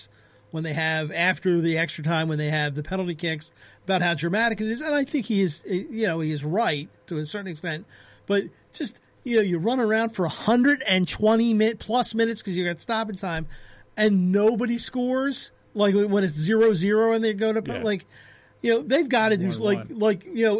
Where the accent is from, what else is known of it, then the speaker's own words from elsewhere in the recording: United States; I'm American.